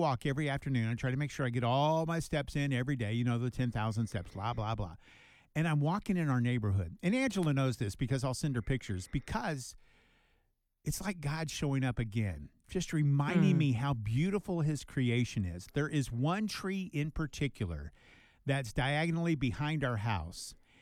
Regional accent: San Diego, California, United States; also born or lived in Texas; now in Minnesota, United States; I grew up in the South. First of all, think of growing up in Southern California, San Diego, where you either have evergreen trees or no trees. I mean, it's not a lot of trees in the area. It's a very desert area. Then I moved to Texas

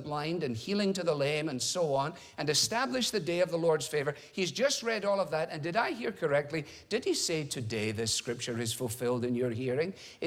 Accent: Scotland, United Kingdom; And in making the call, as a Scotsman, it seemed to me only sensible to ask for it to be person to person.

